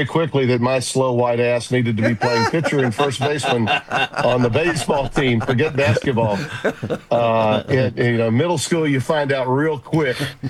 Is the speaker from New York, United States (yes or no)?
no; Louisiana, United States; people within my home state